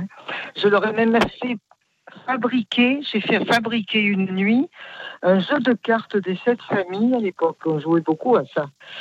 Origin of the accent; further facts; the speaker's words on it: Poitiers, Nouvelle-Aquitaine, France; now in Marseille, France; Je suis native de Poitiers.